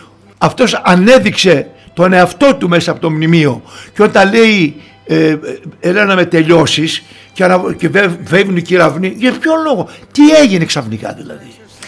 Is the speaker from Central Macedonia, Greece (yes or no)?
yes; Thessaloniki, Central Macedonia, Greece; Σαν Θεσσαλονικιός και ο Μακεδόνας